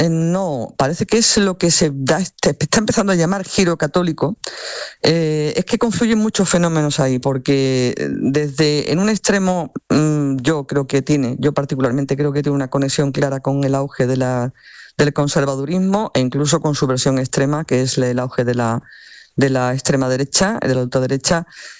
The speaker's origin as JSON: {"language": "Spanish", "country": "Spain"}